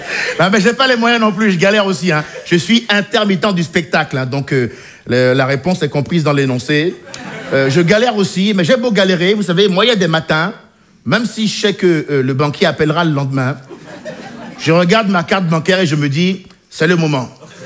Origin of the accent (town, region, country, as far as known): Benin; born or raised there